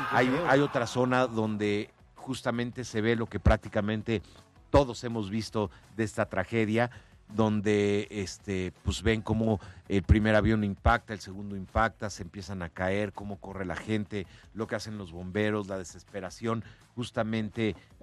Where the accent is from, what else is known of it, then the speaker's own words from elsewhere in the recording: Mexico; O sea, totalmente ese orgullo de decir, soy mexicano, pero en verdad soy mexicano, no nada más cuando es 15 de septiembre. Hay que sentirnos orgullosos de la tierra en la que vivimos, porque nuestra patria es rica.